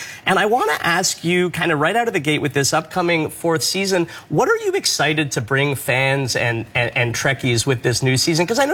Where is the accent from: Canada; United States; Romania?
Canada; So I love that as a Canadian that you're filming.